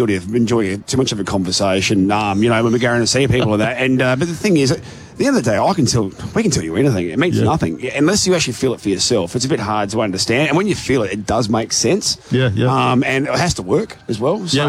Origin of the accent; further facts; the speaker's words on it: Adelaide, South Australia, Australia; I'm from Adelaide, but Sunraysia is like a second home to me.